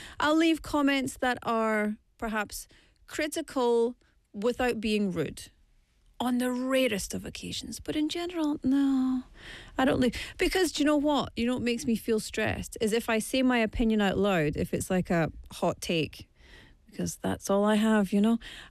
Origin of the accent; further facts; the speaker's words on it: Scotland, United Kingdom; now in Busan, South Korea; I don't know if it's because I'm Scottish, but Maria is not how I would say it.